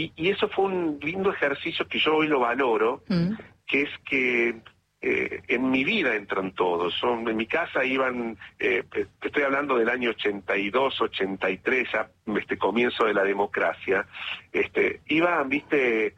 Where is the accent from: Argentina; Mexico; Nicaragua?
Argentina; Río Cuarto, Córdoba; born there; Yo nací en Río Cuarto, al uh-huh. sur de la provincia de Córdoba.